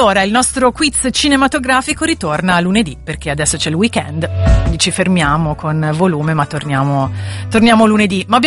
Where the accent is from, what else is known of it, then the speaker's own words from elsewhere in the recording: Tuscany, Italy; sarà che è più o meno delle mie parti. E quindi oltre ai film livornesi